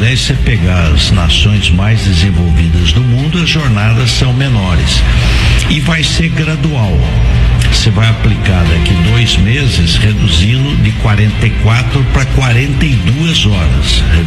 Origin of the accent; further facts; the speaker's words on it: Pindamonhangaba, São Paulo, Brazil; now in São Paulo, Brazil; a minha região, que é aqui do lado, Vale do Paraíba, onde eu fui prefeito, onde nasci, Pindamonhangaba, do lado de Aparecida, Vale do Paraíba, que divisa com o Rio